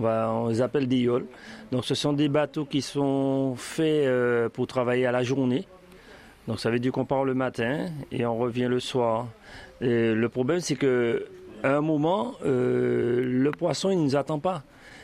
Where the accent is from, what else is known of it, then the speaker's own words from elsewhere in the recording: Le Vauclin, Martinique; Je suis du Vauclin. de la plus belle commune.